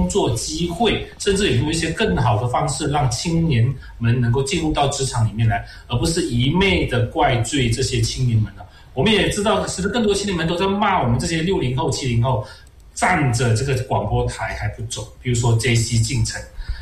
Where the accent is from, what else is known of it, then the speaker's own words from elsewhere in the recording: Malaysia; 那过去我们马来西亚人常常在华人群里面常常提到一种说